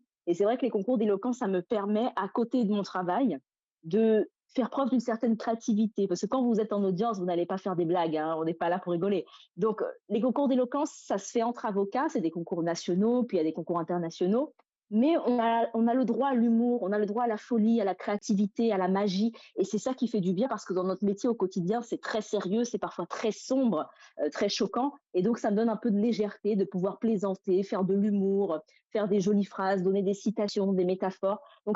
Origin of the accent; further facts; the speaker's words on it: France; moved away as an adult; now in Fort-de-France, Martinique; Je suis martiniquaise par mes deux parents, mais j'ai grandi en France